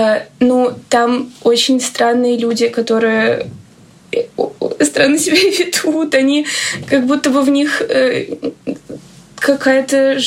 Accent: Moscow, Russia; я из Москвы, мне 17 лет

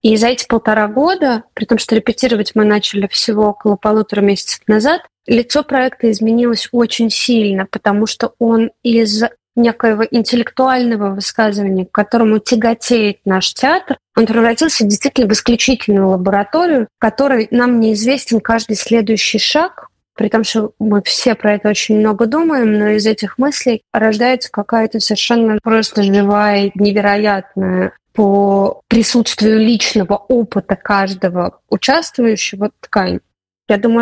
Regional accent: Moscow, Russia; also born or lived in Saint Petersburg; мы росли в Москве и Петербурге, там нет как бы культуры этой вообще.

